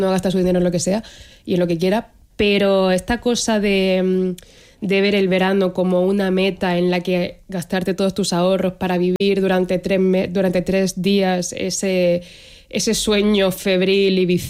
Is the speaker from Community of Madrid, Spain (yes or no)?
no; Cartagena, Region of Murcia, Spain; Como soy de Cartagena, para mí el verano ha sido siempre todo el año, excepto dos meses.